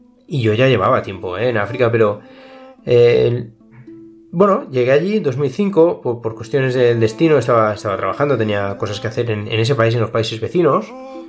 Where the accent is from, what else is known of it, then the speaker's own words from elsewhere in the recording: Spain; se enteran, vaya, que eres español